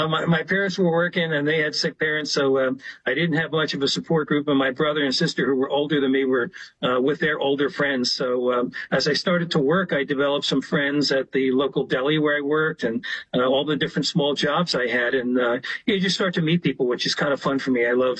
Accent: Philadelphia, Pennsylvania, United States; Born and raised in Philadelphia. I am the youngest of three. We're all a year apart, so I am the baby, as they say.

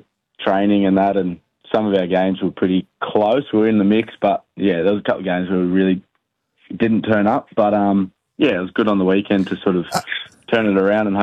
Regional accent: Queensland, Australia; Being a Queenslander as well.

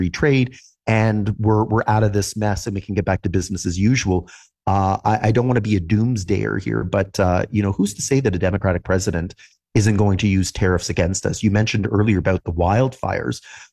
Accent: Ontario, Canada; I don't live in Ontario, but I grew up in Ontario, and I'm very familiar with the LCBO.

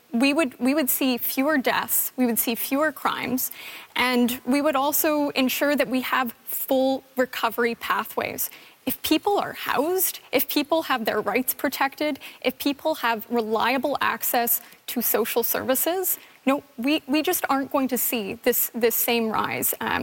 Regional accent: Victoria, British Columbia, Canada; Growing up in Victoria, it really breaks my heart to see how our downtown has

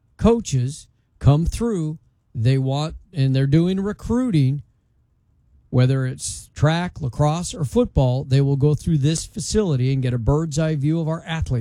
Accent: Colorado, United States; now in Memphis, United States; I remember my days in a small high school where I grew up in Colorado

